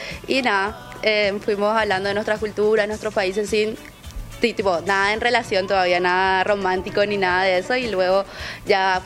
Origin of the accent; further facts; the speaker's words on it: Paraguay; moved away; ¿yo de dónde sos? De Paraguay.